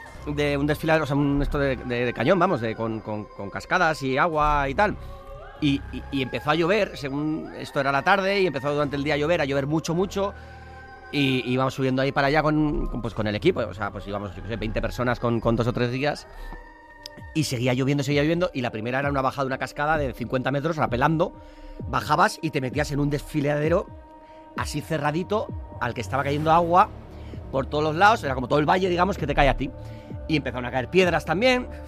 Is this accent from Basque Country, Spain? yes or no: yes; San Sebastián, Basque Country, Spain; O sea, yo soy de Donosti, soy de hombre de mar, o sea, yo he nadado toda mi vida.